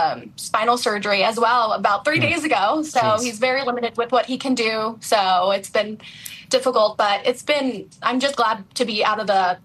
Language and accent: English; California, United States; now in Florida, United States; we are from California and we are New Floridian